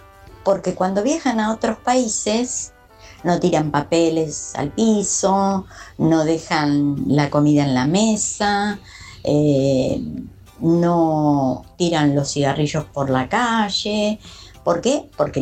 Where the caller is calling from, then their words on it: Buenos Aires, Argentina; de Almagro.